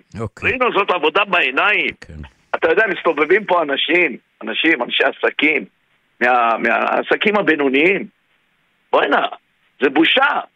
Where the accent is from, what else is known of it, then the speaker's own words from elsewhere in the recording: Kiryat Shmona, Northern District, Israel; אני בן המקום, אני יליד המקום